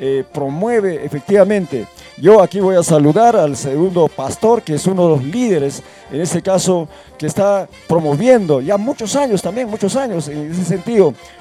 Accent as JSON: {"language": "Spanish", "region": "Ancash", "country": "Peru", "tie": "born or raised there", "said": "nosotros somos, de la zona, o sea, somos pues natos, en este caso, del campo, ¿no? Yo provengo del centro poblado"}